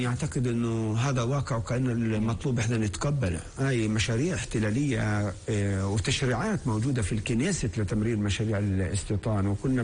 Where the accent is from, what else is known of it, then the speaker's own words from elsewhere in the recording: Palestine; احنا كفلسطينيين جميعا لازم نآمن موحدين